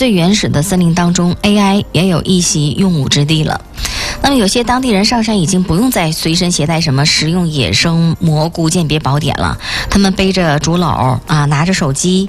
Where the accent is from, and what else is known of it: Northeast China, China